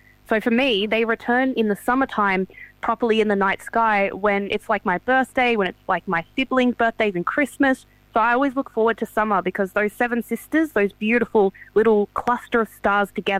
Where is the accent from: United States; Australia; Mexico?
Australia; Victoria; I grew up on Pangerang Country in northeast Victoria. So, yeah, growing up under the skies